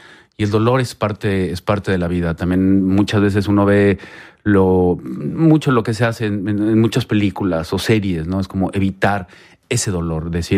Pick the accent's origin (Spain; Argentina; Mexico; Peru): Mexico; Yo realmente crecí viendo telenovelas en México